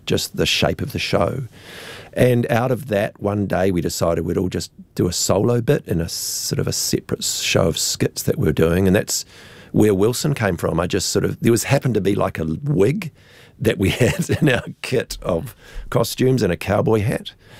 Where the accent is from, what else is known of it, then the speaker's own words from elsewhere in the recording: Dunedin, Otago, New Zealand; No, love out to people from Christchurch, but I am from Dunedin.